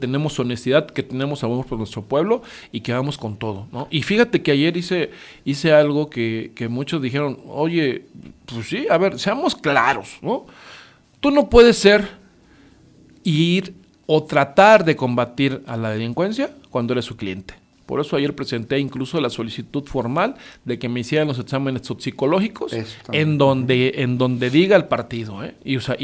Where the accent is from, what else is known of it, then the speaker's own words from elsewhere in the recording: Jojutla, Morelos, Mexico; moved away as an adult; now in Cuernavaca, Mexico; Yo nací en esta ciudad, crecí en Jojutla, mi niñez y mi adolescencia la hice allá